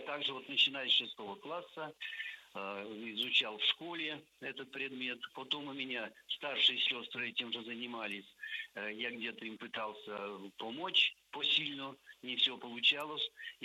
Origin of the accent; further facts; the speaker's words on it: Nizhny Novgorod Oblast, Russia; born there; Я уже стал на уроках хохландской росписи, которые практиковались в Семинской средней школе